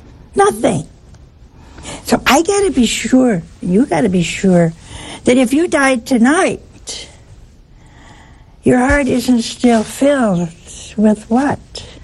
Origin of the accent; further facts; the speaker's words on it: Ohio, United States; moved away; Oh, hey. That's my home state.